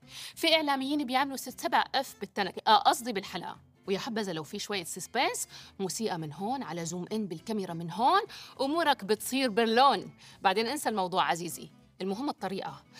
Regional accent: Syria; أنا سورية

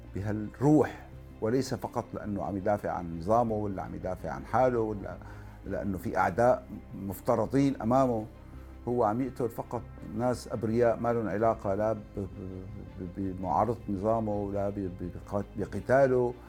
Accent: Syria; لنا كسوريين

